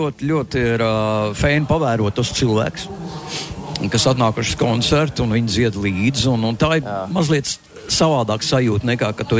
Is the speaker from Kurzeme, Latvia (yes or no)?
yes; Liepāja, Kurzeme, Latvia; Esmu atpūst no Vējinās pilsētas Liepājas.